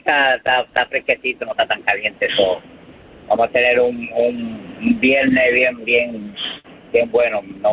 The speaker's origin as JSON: {"language": "Spanish", "town": "Ciales", "country": "Puerto Rico", "tie": "born or raised there", "moved": "yes", "lives_now": "Shelton, Connecticut, United States", "said": "Yo soy natural de Ciales, del barrio Cosas Maricaboa"}